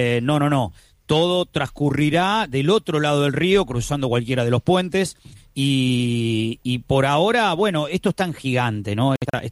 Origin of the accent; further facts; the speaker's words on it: Argentina; now in Spain; Somos muchos los argentinos que vivimos en España